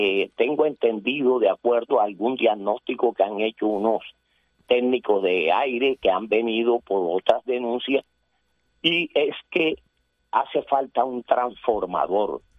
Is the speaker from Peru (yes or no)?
no; Atlántico, Colombia; moved away; yo una vez me pensioné, me vine a residir acá, porque este es mi pueblo.